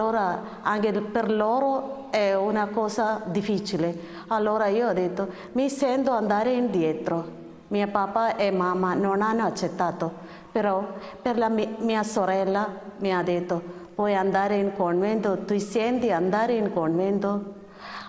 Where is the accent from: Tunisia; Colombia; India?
India; Kerala; born there; Italian is a second language; moved away as an adult; ho vissuto 7 anni di là, giù in India, perché della mia nazionalità India, sono nata in Kerala.